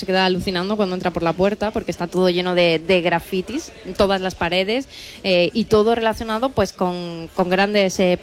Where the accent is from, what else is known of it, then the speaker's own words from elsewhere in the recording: Adra, Andalusia, Spain; Yo soy de Adra